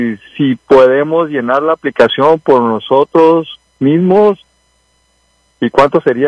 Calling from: United States

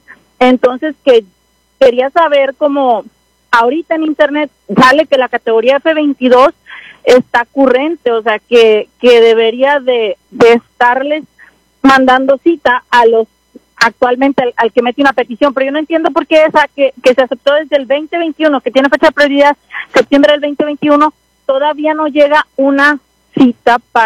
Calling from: Mexico

